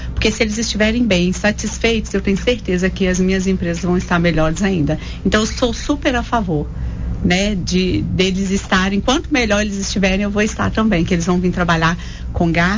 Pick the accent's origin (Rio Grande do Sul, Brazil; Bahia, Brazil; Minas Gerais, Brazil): Minas Gerais, Brazil; Coronel Fabriciano; Eu falei, não, eu sou de Fabriciano, é a minha cidade.